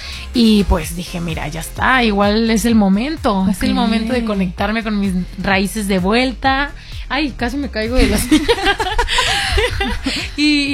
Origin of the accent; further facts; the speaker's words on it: Guadalajara, Jalisco, Mexico; moved away as an adult; also born or lived in Spain; now in Mexico City, Mexico; mi familia está en Guadalajara, yo soy de Guadalajara, entonces la mayor parte de mi familia está en Guadalajara